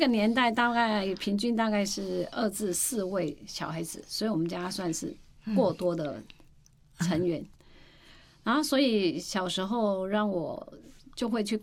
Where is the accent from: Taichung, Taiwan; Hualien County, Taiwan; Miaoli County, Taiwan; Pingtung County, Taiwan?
Hualien County, Taiwan; 我生长于那个台湾花莲，就是台湾的东部。好山好水，不过因为这个交通没有在大都市的便利